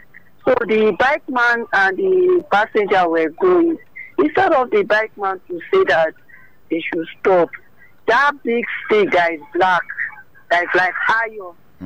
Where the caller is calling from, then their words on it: Lagos, Nigeria; I'm calling from Lagos.